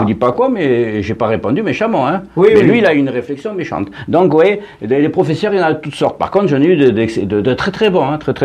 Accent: Algeria; Un peu raciste, oui, parce que je suis né en Algérie.

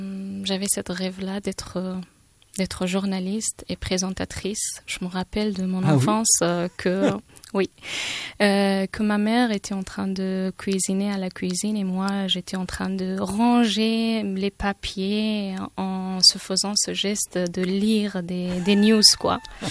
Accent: Kabul, Afghanistan; French is a second language; moved away as an adult; now in France; À Kaboul, et je viens de Kaboul aussi.

